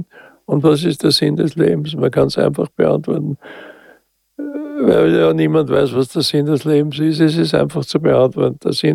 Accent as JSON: {"language": "German", "country": "Austria"}